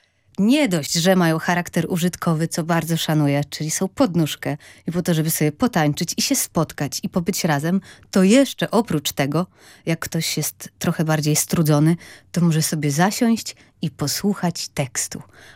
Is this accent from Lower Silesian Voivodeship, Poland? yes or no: yes; Wrocław, Lower Silesian Voivodeship, Poland; moved away as an adult; now in Warsaw, Poland; Pochodzę z Wrocławia. Tam się urodziłam.